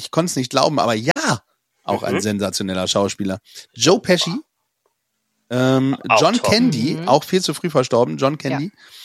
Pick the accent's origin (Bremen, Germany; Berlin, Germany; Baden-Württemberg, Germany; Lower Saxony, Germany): Bremen, Germany; Ja, also ein großartiger Bremer auch. Und aus meiner Heimat.